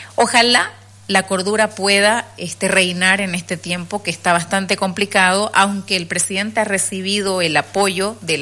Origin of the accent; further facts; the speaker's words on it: Bolivia; ¿por qué se va a abrogar escuchándolo a ellos y no escuchándonos a nosotros, que también somos parte de Bolivia?